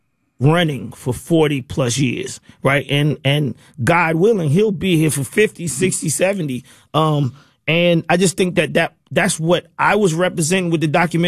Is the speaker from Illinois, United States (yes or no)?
no; College Park, Georgia, United States; I'm from College Park, me and Dallas Austin.